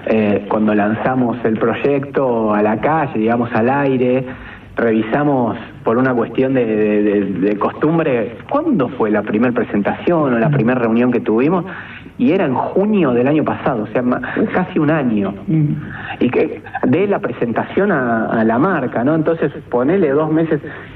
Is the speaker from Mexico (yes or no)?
no; Argentina